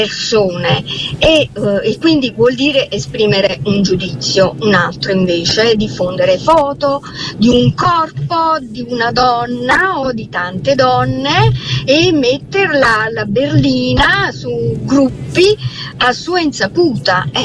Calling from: Rome, Lazio, Italy

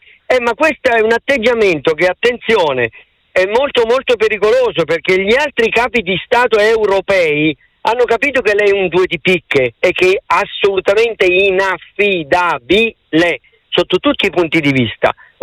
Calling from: Legnano, Lombardy, Italy; Sì, da Legnano

